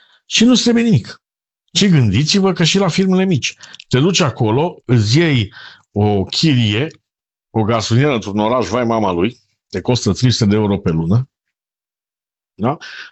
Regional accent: Romania; Noi suntem europeni, după aia suntem români.

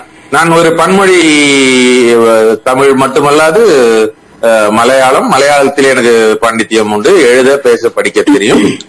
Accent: Salem district, Tamil Nadu, India; born there; now in Salem, India; India, Tamil Nadu, Salem மாவட்டம். சேலம் மாவட்டத்துக்கு அருகே உள்ள வாழப்பாடி தாலுகா, வேலூர் என்ற ஊர் எனது பிறந்த ஊர். ஆனால் நான் தற்சமயம் இருப்பது சேலத்திலே.

